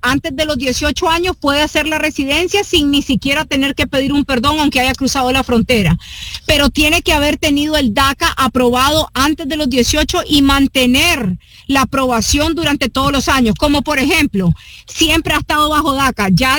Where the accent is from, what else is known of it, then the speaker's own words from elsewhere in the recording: Nicaragua; como decimos los NICA